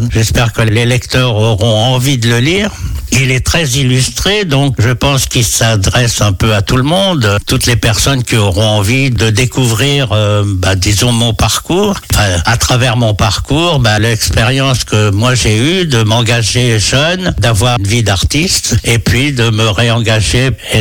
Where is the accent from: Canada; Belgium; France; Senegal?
France; Tuffé, Pays de la Loire; now in Lombron, France; Tuffet, mon village natal